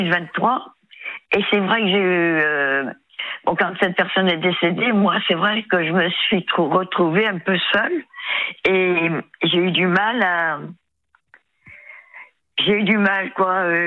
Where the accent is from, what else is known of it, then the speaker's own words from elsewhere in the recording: Saint-Nazaire, Pays de la Loire, France; Oui, voilà, Saint-Nazaire, oui.